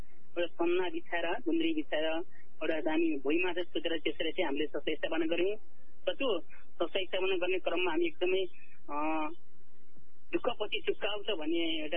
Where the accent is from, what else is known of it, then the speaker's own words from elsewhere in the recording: Rolpa District, Lumbini Province, Nepal; born there; now in Tilottama, Nepal; रोल्पा जिल्लाको लुङ्गरी गाउँपालिका ward number 1 पाङ भन्ने ठाउँमा 2054 जन्मभएको मेरो